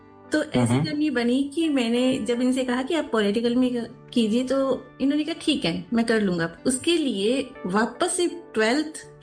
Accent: Rajasthan, India; Sir मैं राजस्थान से हूँ।

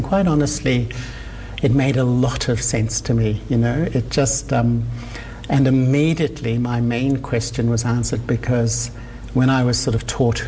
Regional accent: Melbourne, Victoria, Australia; I'm from Melbourne. I grew up in Australia.

